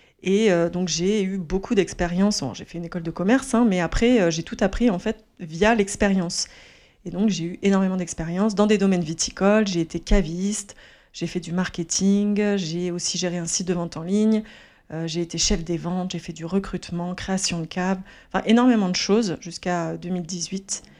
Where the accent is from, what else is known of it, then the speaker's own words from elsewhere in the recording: Île-de-France, France; moi, je viens de région parisienne.